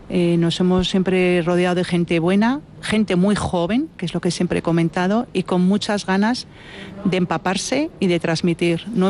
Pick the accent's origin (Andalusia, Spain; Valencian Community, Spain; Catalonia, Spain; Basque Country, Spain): Basque Country, Spain; Vitoria; Pues a ver, yo soy de Vitoria, de una familia totalmente de estar en la calle, poteando y bueno, y disfrutando de vinos.